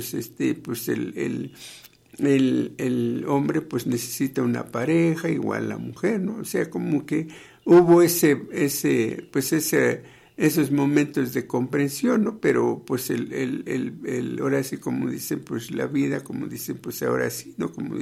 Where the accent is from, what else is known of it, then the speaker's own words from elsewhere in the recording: Oaxaca, Mexico; Vengo de una población, ¿no? Yo soy oaxaqueño